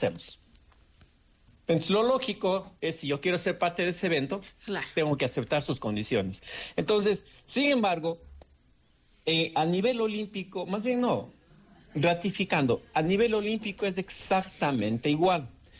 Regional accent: Ecuador

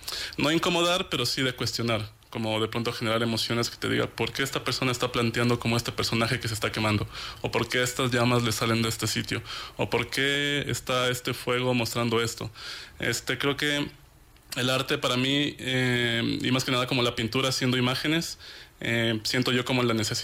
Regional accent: Quito, Pichincha, Ecuador; also born or lived in Loja, Ecuador; nací yo en la ciudad de Loja, crecí acá en Quito y pues estamos rodeados de montañas todo el tiempo

